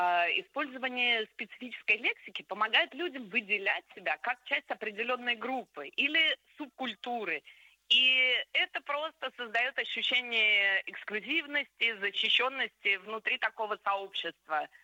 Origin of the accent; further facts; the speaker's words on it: Moscow, Russia; я, как коренная москвичка